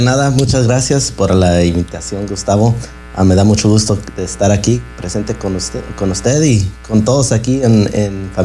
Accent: Pasco, Washington, United States; yo nací aquí en Pasco y mis padres son, mi papá es de Oaxaca, mi mamá es de Texas. Se conocieron aquí en los Tri-Cities y pues yo fui a la escuela aquí y me gradué de la Pasco High School

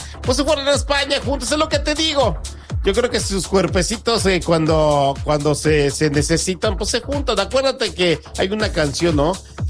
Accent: Mexico; now in United States

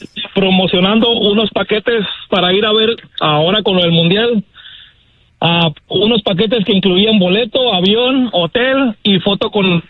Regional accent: Mexicali, Baja California, Mexico; now in Phoenix, United States; Del merito Mexicali, compa.

